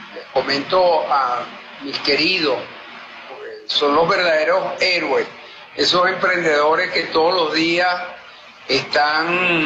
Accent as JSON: {"language": "Spanish", "country": "Venezuela", "said": "Como venezolanos, yo creo que uno de nuestros altos valores que nosotros tenemos en esos genes es eso que llamamos solidaridad"}